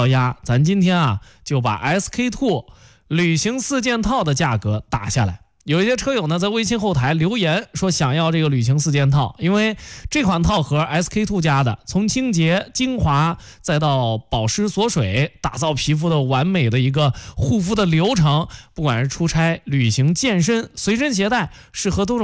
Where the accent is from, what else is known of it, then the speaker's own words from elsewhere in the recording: Henan, China; 这咱作为河南人啊，很少有机会能尝到这个云南的菌子啊。